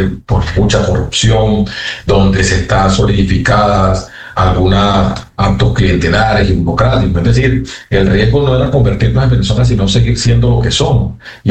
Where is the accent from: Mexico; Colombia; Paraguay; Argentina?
Colombia; nosotros como colombianos